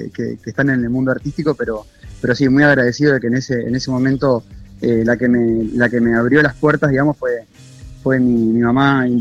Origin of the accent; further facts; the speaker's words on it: Rosario, Santa Fe, Argentina; moved away; yo soy de Rosario